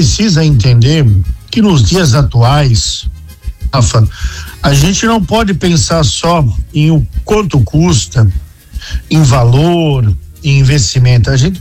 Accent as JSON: {"language": "Portuguese", "country": "Brazil", "said": "E nós que somos brasileiros, né?"}